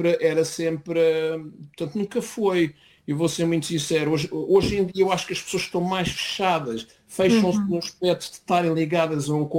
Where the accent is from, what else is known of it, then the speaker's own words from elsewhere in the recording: Portugal; moved away as an adult; now in Norway; eu saí de Portugal, estava a jogar no Vitória de Setúbal, era um bol. E quando saí de Portugal, vim para a Noruega